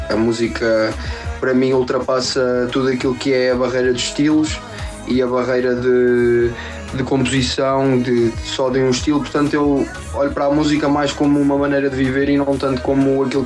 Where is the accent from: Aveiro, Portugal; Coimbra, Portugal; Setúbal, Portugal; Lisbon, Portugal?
Aveiro, Portugal; eu tenho 24 anos, eu sou de Aveiro, sou um artista e produtor musical.